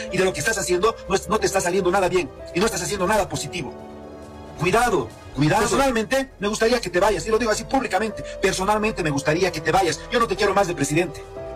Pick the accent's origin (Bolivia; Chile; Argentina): Bolivia; nosotros los bolivianos